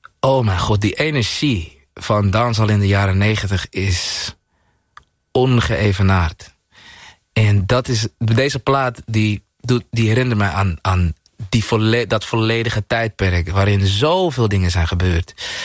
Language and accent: Dutch; Suriname; ik ben opgegroeid in Suriname.